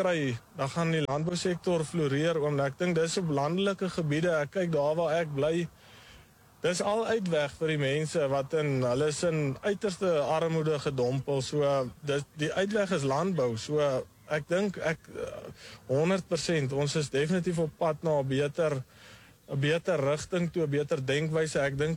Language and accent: Afrikaans; Eastern Cape, South Africa; born or raised there